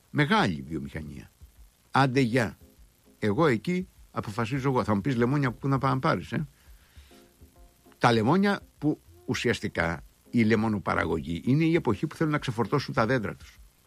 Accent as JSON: {"language": "Greek", "region": "Crete", "country": "Greece", "tie": "born or raised there", "said": "μέχρι που ανακάλυψα ότι έρχονται γιαούρτια στην Αθήνα από το χωριό μου, από το οροπέδιο Λασιθίου."}